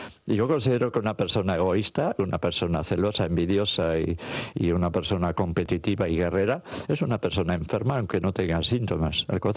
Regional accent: Durango, Mexico; Yo soy de Durango y mi mamá hacía eso, o sea, se metía a la cama a sudar

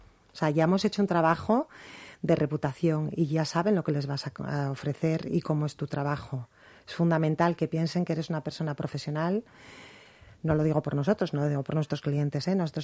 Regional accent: Asturias, Spain; yo antes te comenté que soy asturiana

